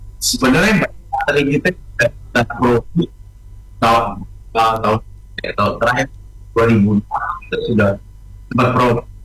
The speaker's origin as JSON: {"language": "Indonesian", "town": "Pati", "region": "Central Java", "country": "Indonesia", "said": "Saya dari Pati."}